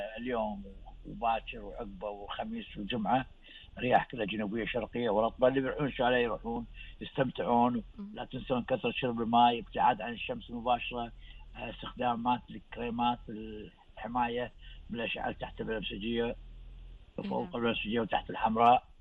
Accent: Kuwait; جونا في دوله الكويت، احنا نظام دوله تحت موقع صحراوي، فبالتالي الجفاف عندنا شيء جدا عالي

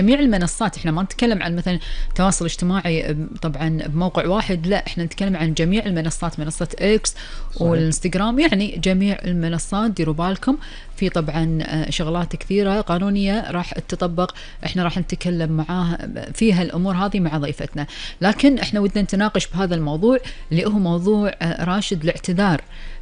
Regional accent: Kuwait; ديرتنا الحبيبة الكويت.

